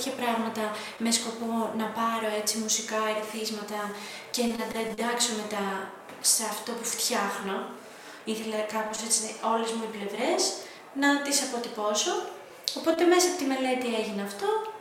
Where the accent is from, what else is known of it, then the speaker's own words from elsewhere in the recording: Greece; μεγαλώσαμε στην Ελλάδα με αυτό.